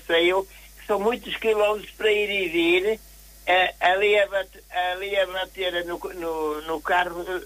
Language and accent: Portuguese; Viana do Castelo, Norte, Portugal; now in Barcelos, Portugal; Viana do Castelo, que não é tudo Portugal, e então ele não aceita, eu tenho que ir para a minha terra